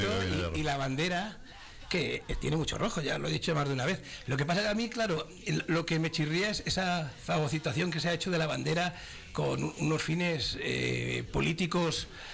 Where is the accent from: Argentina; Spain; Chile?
Spain; Somos españoles todos